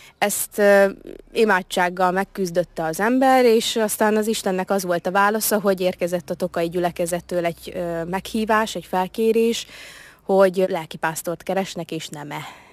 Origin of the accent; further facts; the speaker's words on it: Szabolcs-Szatmár-Bereg, Hungary; Én szabolcsi gyerek vagyok, tehát Borsodba jönni nekem érdekes volt megtapasztalni azt, hogy egyébként tényleg másak az emberek.